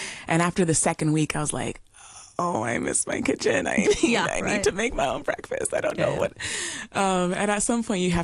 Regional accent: Jamaica; Like I said, I'm Jamaican, so I love cooking Jamaican food.

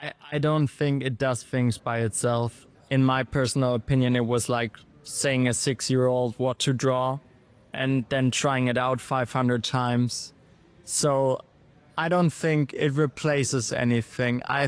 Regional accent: Munich, Bavaria, Germany; I'm from Munich, Germany.

